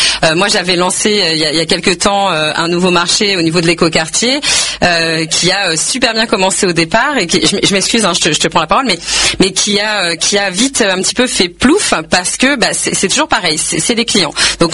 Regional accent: Bessancourt, Île-de-France, France; moi j'y ai grandi. Voilà, donc je vais pas dire que j'y suis née parce que, mais j'y ai grandi et puis je suis issue sixième génération de Bessancourtoise. Donc autant vous dire que je connais très bien la ville de Bessancourt.

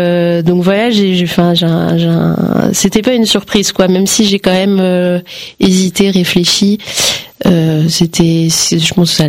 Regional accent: Paris, Île-de-France, France; Je suis née en 91 à Paris et j'ai grandi. Je suis née dans le 14e, j'ai grandi principalement dans le 12e. Voilà, mais je suis une Parisienne sympa.

